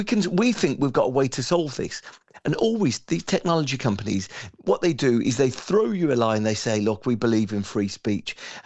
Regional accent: United Kingdom; as a British person in an American company

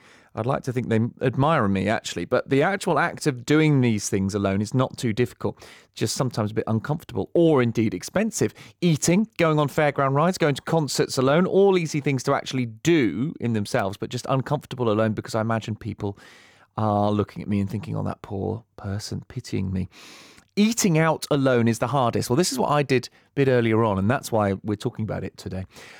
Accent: England, United Kingdom; we're so used to it as English football fans. And then to sort of see a situation in America where even if you come last, you're still in the same league the next season. That is quite a strange thing for us.

